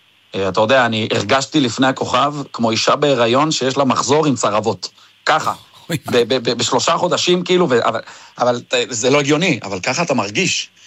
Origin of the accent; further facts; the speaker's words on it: Jerusalem, Jerusalem District, Israel; אתה יודע, אנחנו ירושלמים, אנחנו אוהבים סומסום